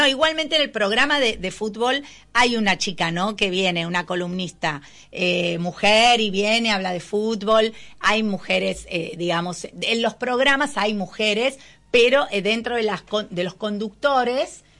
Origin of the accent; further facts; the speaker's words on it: Argentina; somos argentinas